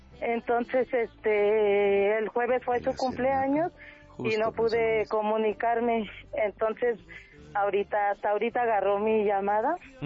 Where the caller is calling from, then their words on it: Tlalnepantla, State of Mexico, Mexico; Estoy aquí en Tlanecantla.